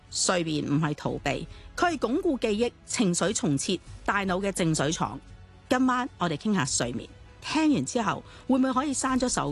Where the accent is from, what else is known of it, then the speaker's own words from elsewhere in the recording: Hong Kong; 我们香港人更疯狂